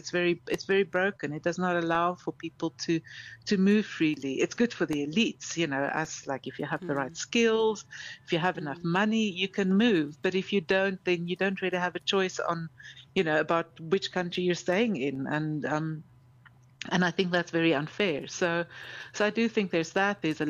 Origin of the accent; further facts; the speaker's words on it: South Africa; now in Kenya; I'm also getting the same here in Kenya when I tell people I'm from South Africa